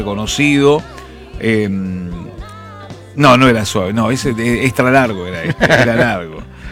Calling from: Monte Grande, Buenos Aires Province, Argentina; de Montegrande.

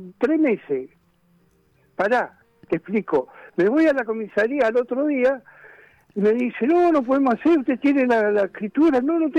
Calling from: La Reja, Buenos Aires Province, Argentina; de la Reja, padre.

